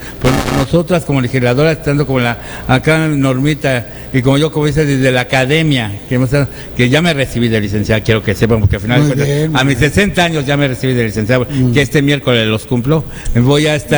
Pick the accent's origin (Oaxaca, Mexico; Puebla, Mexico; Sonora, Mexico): Puebla, Mexico; Y realmente somos poblanos, somos pobladas, y por amor a Puebla seguiremos trabajando por ustedes